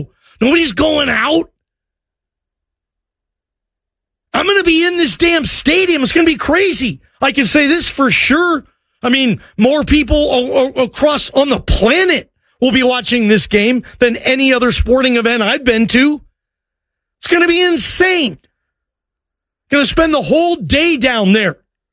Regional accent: Seattle, Washington, United States; Guys, I'm from Seattle. I've seen more games in that stadium than any stadium ever.

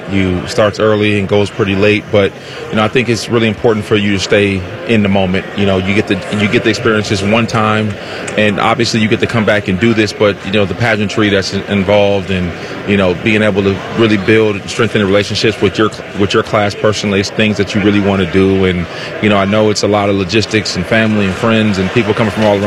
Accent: Minnesota, United States; Well, I'm from Minnesota, so you know, it's not like growing up in Houston or you know, Dallas or Miami or LA, where you have these like hotbeds of you know, the best athletes in the country.

